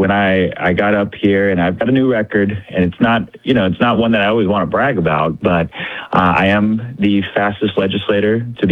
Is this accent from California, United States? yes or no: yes; Sacramento, California, United States; I'm originally from Sacramento.